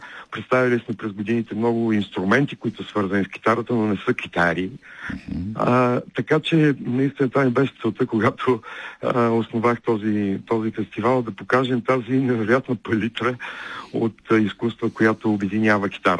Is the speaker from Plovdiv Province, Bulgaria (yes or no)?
yes; Plovdiv, Plovdiv Province, Bulgaria; аз съм пловдивчанин.